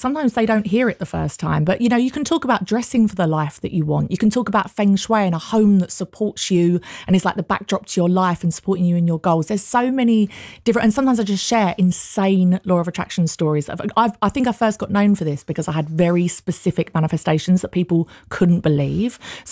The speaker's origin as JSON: {"language": "English", "town": "Canvey Island", "region": "East of England", "country": "United Kingdom", "tie": "born or raised there", "moved": "as an adult", "lives_now": "London, United Kingdom", "said": "So I grew up in Essex, on Canvey Island."}